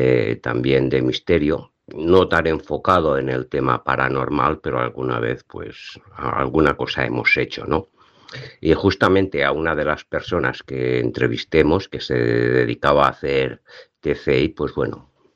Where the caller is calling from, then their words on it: Caldes de Montbui, Catalonia, Spain; yo soy de Caldas de Montbui